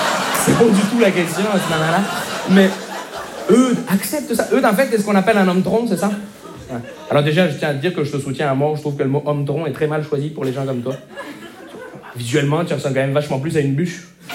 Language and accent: French; Montreal, Quebec, Canada; Bonsoir, je me présente … je viens de Montréal.